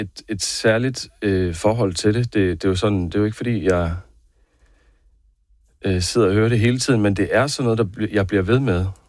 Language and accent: Danish; Herning, Central Denmark Region, Denmark; Herning Banegård, hvor jeg voksede op